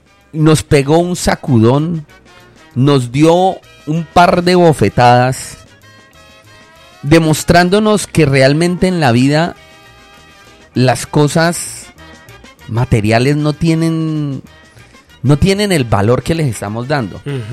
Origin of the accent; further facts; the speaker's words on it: Villavicencio, Meta, Colombia